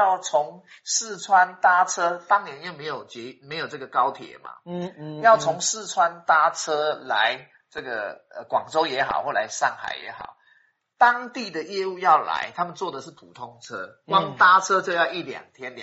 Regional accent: Taiwan; 好像我们台湾话讲说

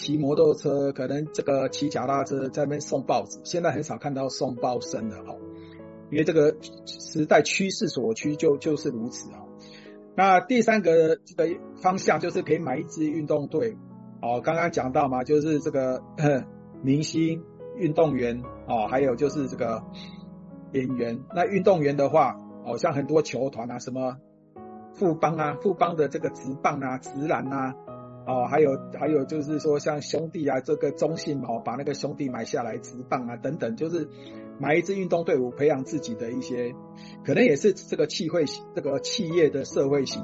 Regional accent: Taiwan

